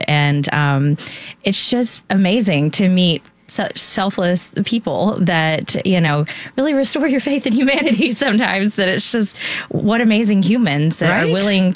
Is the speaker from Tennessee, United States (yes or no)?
yes; Chattanooga, Tennessee, United States; I grew up in Chattanooga, Tennessee.